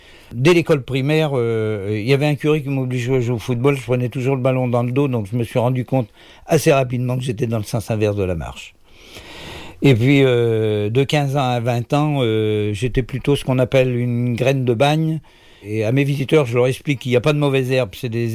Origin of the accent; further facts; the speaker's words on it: Saint-Lyphard, Pays de la Loire, France; born there; accent: gouaille des Nazairiens; also born or lived in Saint-Nazaire; je suis né en Brière en 1945. Mais de parents réfugiés, c'est-à-dire la ville a été détruite en 43 pendant la guerre, et les gens se repliaient là où ils pouvaient, donc ils se sont repliés à la campagne, et voilà, moi je suis pour rien, je suis né à Saint-Liffard.